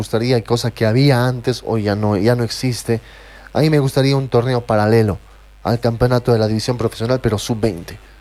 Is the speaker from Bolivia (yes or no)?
yes; Bolivia; Yo soy boliviano, tengo 21 años